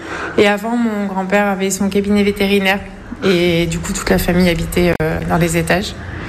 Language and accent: French; Ardes, Auvergne-Rhône-Alpes, France; Oui, alors moi, j'ai grandi à Arde. J'ai ouvert mon salon il y a bientôt 10 ans.